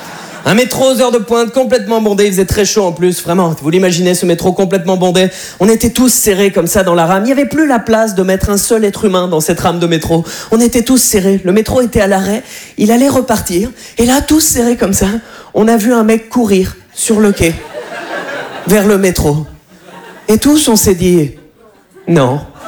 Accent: Berck-sur-Mer, Hauts-de-France, France; moved away as an adult; now in Paris, France; J'ai eu la chance de rentrer au bled, dans le plus grand des calmes, comme on dit chez nous à Berck-sur-Mer.

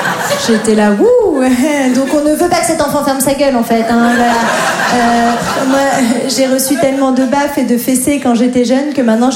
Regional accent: Grand Est, France; Voilà, je n'ai jamais reçu de pression et j'ai grandi en Lorraine.

